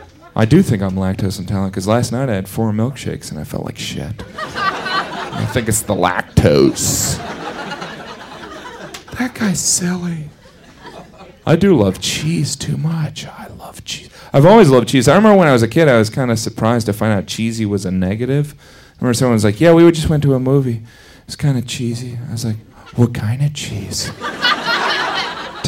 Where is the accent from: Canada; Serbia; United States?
United States; Indiana; born or raised there